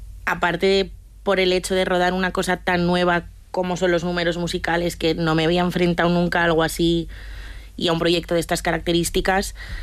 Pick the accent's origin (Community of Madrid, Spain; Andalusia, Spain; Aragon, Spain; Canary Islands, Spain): Aragon, Spain; Jaca; Mucho, es que soy aragonesa, entonces no hay nadie más cabezón que yo en la vida.